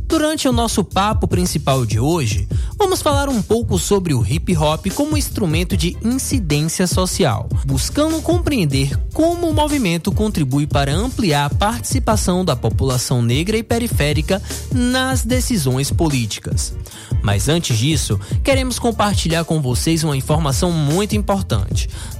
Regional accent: Piritiba, Bahia, Brazil; born there; now in Cruz das Almas, Brazil; Nasci em Piritiba e hoje vivo em Cruz das Almas, no Recôncavo Baiano.

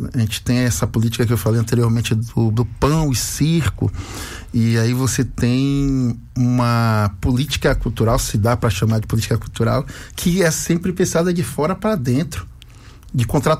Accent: Salvador, Bahia, Brazil; Esse disco também faz com que eu retorne à minha comunidade da Boca do Rio. Eu sou da Boca do Rio, propriamente dito ali do Barreiro, né? Subindo pelo Marbaque, setor 2.

